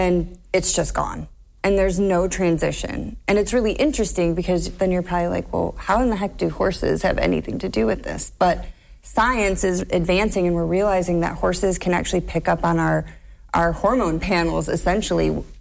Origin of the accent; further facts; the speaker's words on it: Swanton, Ohio, United States; So I'm originally, I graduated from Swanton High School.